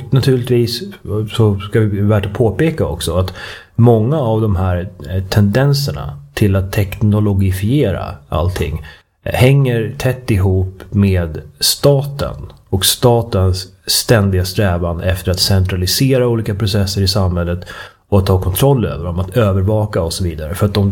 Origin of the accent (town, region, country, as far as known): Sweden